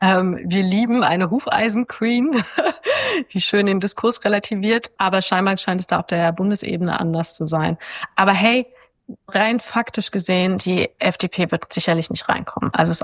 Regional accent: Wernigerode, Saxony-Anhalt, Germany; Wernigerode, da wo ich herkomme, auch.

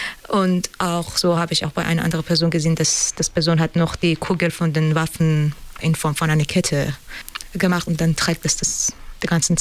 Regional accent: Iran; German is a second language; moved away as an adult; now in Germany; Also ich bin seit 3 Jahren nach Deutschland gekommen und habe noch, also ich bin da geboren und aufgewachsen und habe Familie, Freunde und alle noch da.

